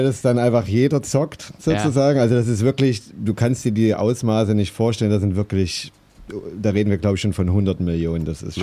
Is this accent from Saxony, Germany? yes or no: yes; Leipzig, Saxony, Germany; Das sage ich ja auch immer als gebürtiger Leipziger.